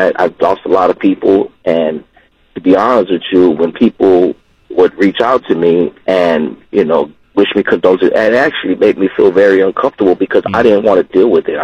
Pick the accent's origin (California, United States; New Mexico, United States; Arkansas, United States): California, United States; Los Angeles; You know, growing up in South Central, man, like, it's hard, you know.